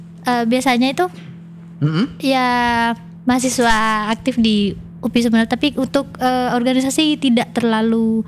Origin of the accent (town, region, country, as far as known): Bluto, East Java, Indonesia